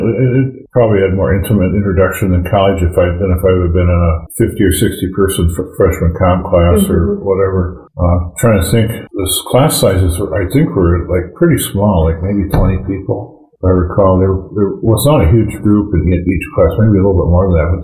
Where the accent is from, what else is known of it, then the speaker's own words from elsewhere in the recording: St. Cloud, Minnesota, United States; I was from St. Cloud, so I just lived at home for the first couple of years.